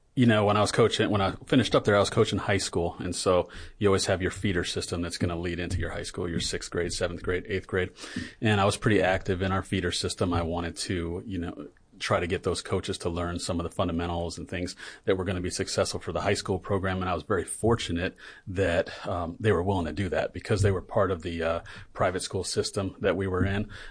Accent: New York, United States; I never had a dad growing up in New York.

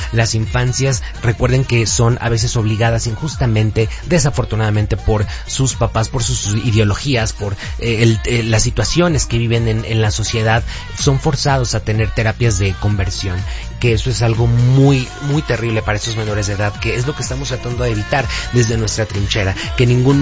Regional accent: Mexico; Somos mexicanos

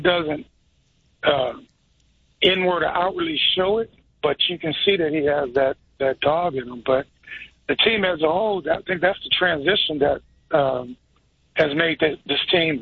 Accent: Bakersfield, California, United States; I grew up in Bakersfield, California

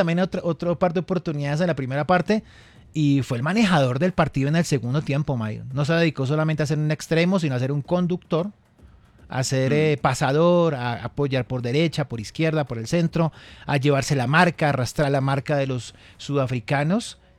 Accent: Colombia

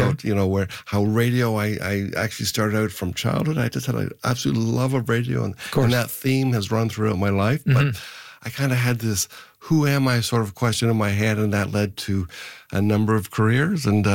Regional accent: Ontario, Canada; also born or lived in Kingston, Canada; And so anyway, so I was born in Kingston, Ontario, but as we moved around, my father worked for a large company called DuPont, and as he sort of worked his way up the ranks, we eventually got moved to the Toronto area

